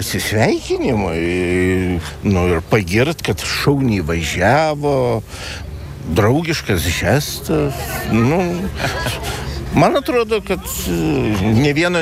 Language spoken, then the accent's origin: Lithuanian; Vilnius, Vilnius County, Lithuania; Vilnietis, Vilniuje gimiau, Vilniuje užaugo, Vilniuje mane ir palaidos.